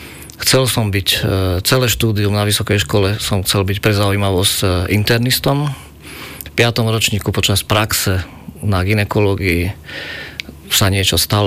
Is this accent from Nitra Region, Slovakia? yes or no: no; Dolný Kubín, Žilina Region, Slovakia; also born or lived in Košice; Ja som sa narodil v Košiciach, ku koncu štúdií mojej mamy. Potom ona bola preložená alebo inštalovaná ako lekárka všeobecná do Dolného Kubína, kde sme žili nejakých 10 rokov.